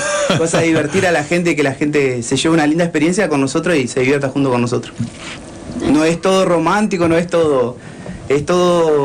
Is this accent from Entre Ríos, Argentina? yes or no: yes; La Paz, Entre Ríos, Argentina; born there; now in Paraná, Argentina; yo nací en La Paz, uh-huh. Y me vine en el 2001, por ahí 2002.